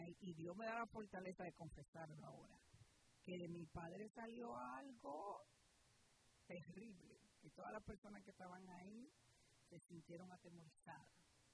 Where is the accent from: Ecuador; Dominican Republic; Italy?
Dominican Republic; Mi padre tenía un colmado, una bodega, no sé cómo lo dicen en su país, pero en mi país dominicana le dicen colmado.